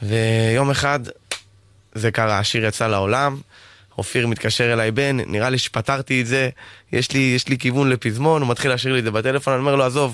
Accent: Safed, Northern District, Israel; בא אליי לצפת, הלכנו מאחורי היער, כזה, אתה יודע, מאחורי הבית, איפה שגדלתי, יש לנו יער, הכל כזה פתוח, טבע, עצים וזה

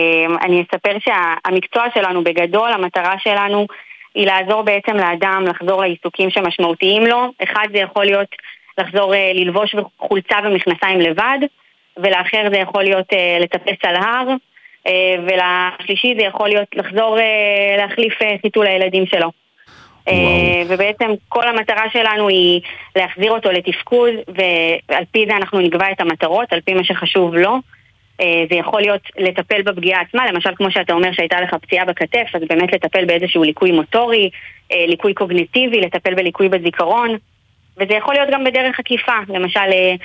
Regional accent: Nahariya, Northern District, Israel; moved away as an adult; now in central Israel; אני במקור מנהריה, עכשיו כל המשפחה שלי שם, אני גרה במרכז כבר משהו כמו 9 שנים

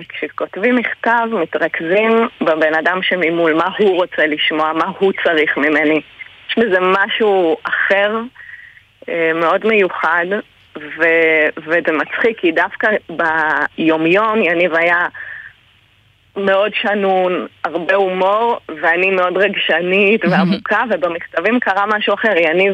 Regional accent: Ein Gedi, Southern District, Israel; גדלתי בעין גדי ויצאתי וחזרתי תנועה כזאת טבעית של פריפריה, חזרתי לקיבוץ

